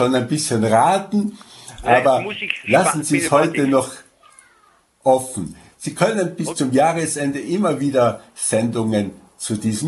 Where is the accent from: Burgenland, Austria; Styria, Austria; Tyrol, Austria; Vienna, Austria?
Tyrol, Austria; accent: Tyrolean; Ich bemühe mich als Tiroler, weil ich eben beim Radio bin, ein bisschen verständlich zu sprechen.